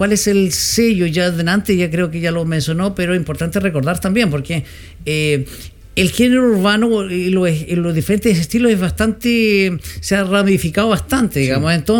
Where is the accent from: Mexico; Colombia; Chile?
Chile; no uno como chileno